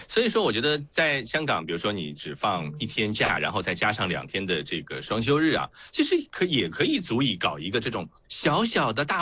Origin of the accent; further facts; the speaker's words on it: Shanghai, China; 但是对于我们上海话来说虽然都是同一个字